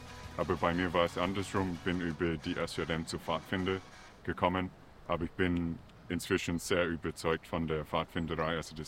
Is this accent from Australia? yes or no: yes; Australia; moved away; Ich bin gebürtig aus Australien